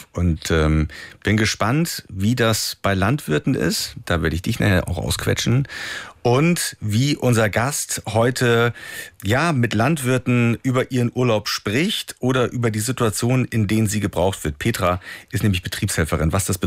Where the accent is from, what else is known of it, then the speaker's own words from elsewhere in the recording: East Germany, Germany; Und ich bin in der DDR groß geworden